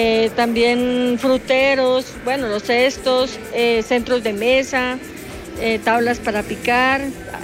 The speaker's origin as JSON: {"language": "Spanish", "town": "Duitama", "region": "Boyacá", "country": "Colombia", "said": "De acá, de la ciudad de Duitama."}